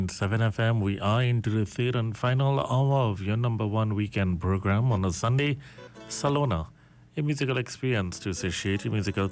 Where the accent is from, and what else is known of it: Trinidad & Tobago